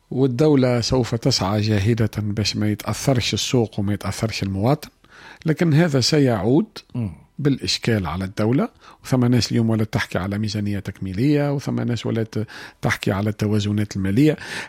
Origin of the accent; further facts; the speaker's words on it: Tunisia; احنا في تونس